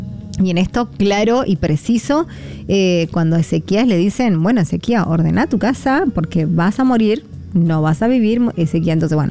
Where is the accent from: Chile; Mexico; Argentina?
Argentina